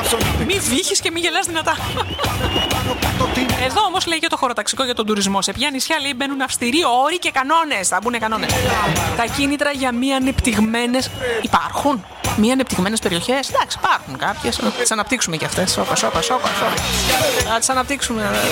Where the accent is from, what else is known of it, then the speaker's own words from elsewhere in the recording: Greece; εμείς είμαστε Έλληνες